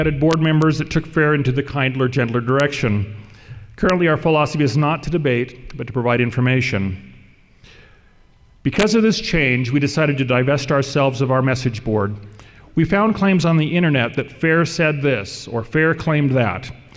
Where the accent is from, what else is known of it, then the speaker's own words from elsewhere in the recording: Redding, California, United States; I'm from Redding, California